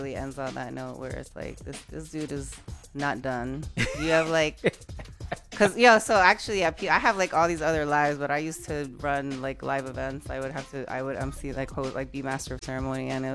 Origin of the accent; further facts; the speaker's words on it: New York, United States; now in Austin, United States; as a New Yorker who's lived in cities all around the country, like, is the best pizza I've had outside of New York.